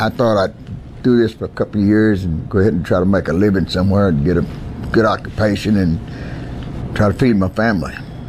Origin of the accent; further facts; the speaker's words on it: Blanco, Texas, United States; born there; I was born in Blanco, Texas in 1954 in the courthouse because in Blanco, Texas, the courthouse was in front and the hospital was in back.